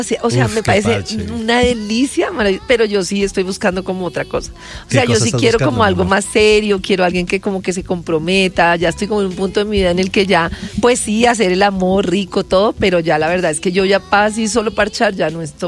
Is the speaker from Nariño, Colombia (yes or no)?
no; Antioquia, Colombia; yo soy paisa.